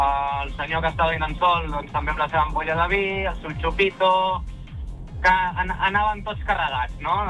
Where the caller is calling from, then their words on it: Bordils, Catalonia, Spain; fa un any que estic visquent aquí a Bordil.